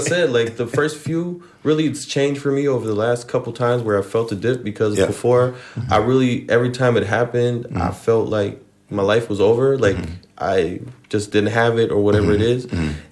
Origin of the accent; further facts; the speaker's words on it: Mainz, Rhineland-Palatinate, Germany; now in Frankfurt, Germany; I grew up in Mainz.